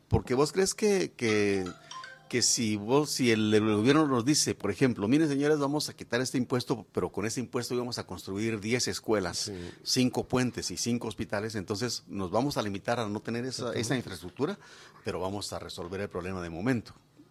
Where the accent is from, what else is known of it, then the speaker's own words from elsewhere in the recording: Guatemala; así como somos la sociedad guatemalteca